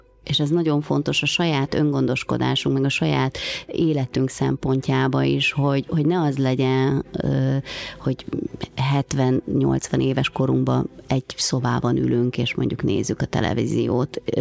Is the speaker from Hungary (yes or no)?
no; Transylvania, Romania; moved away; egy kis erdélyi városban születtem